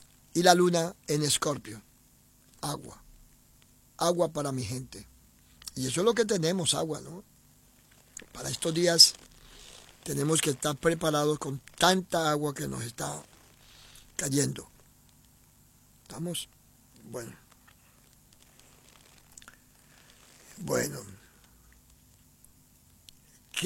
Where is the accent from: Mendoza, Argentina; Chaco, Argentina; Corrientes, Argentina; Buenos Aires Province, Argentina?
Chaco, Argentina; Nosotros somos del Chaco y los que somos del Chaco somos bien argentinos.